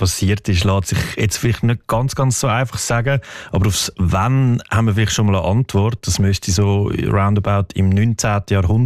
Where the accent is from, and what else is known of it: Switzerland